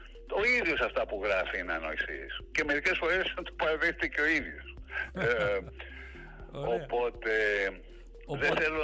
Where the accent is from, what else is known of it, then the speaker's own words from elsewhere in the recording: Athens, Attica, Greece; Δεν μπορώ να έχω άποψη παρά μόνο ως αθηναίος πολίτης.